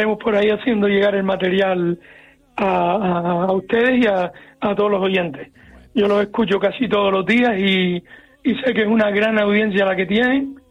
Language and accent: Spanish; Las Palmas de Gran Canaria, Canary Islands, Spain; born there; moved away as an adult; now in Santidad, Arucas, Spain; Yo nací en el barrio de San Cristóbal, barrio marinero de la capital.